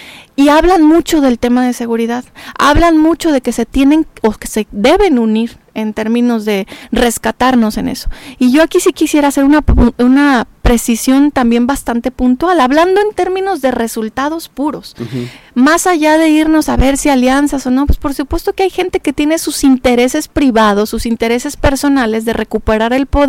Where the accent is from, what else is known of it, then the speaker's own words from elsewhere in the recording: Mexico; tengo una gran pasión de defender lo que nos mueve para bien como mexicanos.